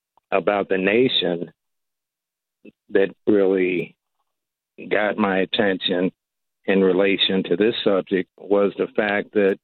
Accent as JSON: {"language": "English", "town": "Washington", "region": "District of Columbia", "country": "United States", "tie": "born or raised there", "said": "I grew up in the Washington, D.C. area."}